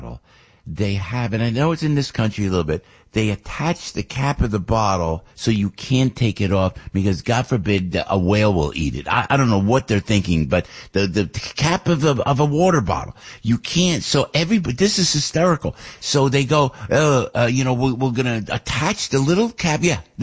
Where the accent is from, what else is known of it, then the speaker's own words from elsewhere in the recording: United States; I'm American.